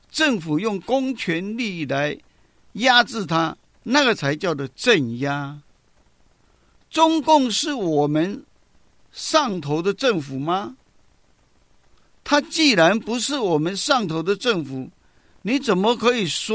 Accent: Taiwan; 现在也已经归入我们台湾人的行列的啊

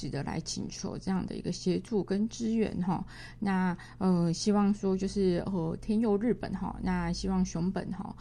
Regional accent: Taiwan; now in Kaohsiung, Taiwan; 我们台湾人

